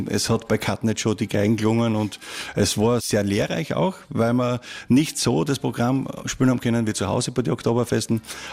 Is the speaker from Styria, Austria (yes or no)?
yes; Styria, Austria; moved away as an adult; now in Wasserhofen, Austria; mir hat es als Steirer schon vor 25 Jahren hierher geschlagen.